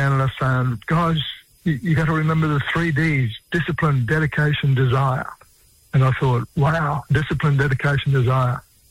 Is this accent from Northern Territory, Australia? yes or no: yes; Darwin, Northern Territory, Australia; But I was known as a young fella growing up in Darwin as